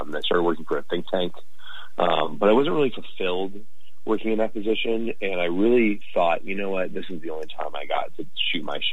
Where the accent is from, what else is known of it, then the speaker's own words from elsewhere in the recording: Arlington, Virginia, United States; Majored in international affairs, focusing in conflict resolution, and I'm from Arlington, Virginia.